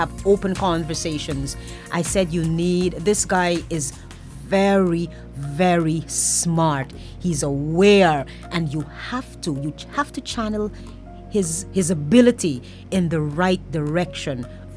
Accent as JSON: {"language": "English", "country": "Guyana", "said": "we're from Essequibo, so we go there all the time."}